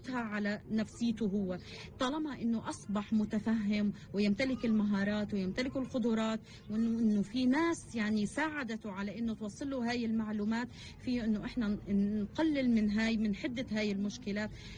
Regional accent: Gaza Strip, Palestine; احنا مجتمعنا الغزي من المجتمعات المحافظة

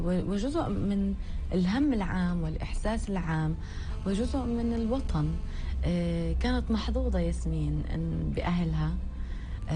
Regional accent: Palestine; أيضا كتابنا الفلسطينيين من اتحاد الكتاب لوزارة الثقافة.

